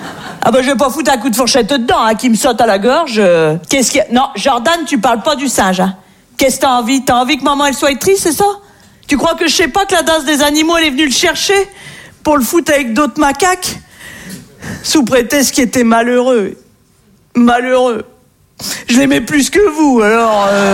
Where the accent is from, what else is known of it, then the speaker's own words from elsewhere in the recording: Hauts-de-France, France; moi je viens du nord de la France. Et c'est vrai qu'on est très gentils dans le nord.